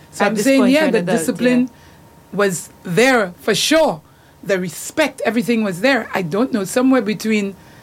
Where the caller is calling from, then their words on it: St. Lucia; I'm from the Caribbean.